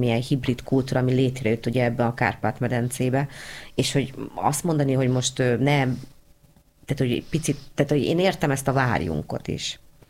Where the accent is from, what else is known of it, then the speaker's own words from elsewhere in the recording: Hungary; Meg hát mi az, amitől mi magyarok vagyunk, ugye?